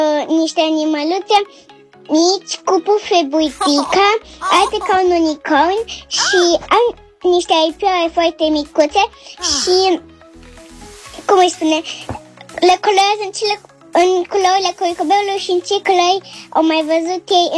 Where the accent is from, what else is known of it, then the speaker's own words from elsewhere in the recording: Baciu, Cluj County, Romania; din Baciu și din Cluj și am 3 ani